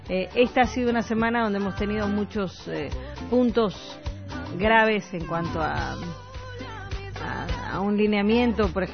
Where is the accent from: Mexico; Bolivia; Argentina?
Bolivia; nosotros como bolivianos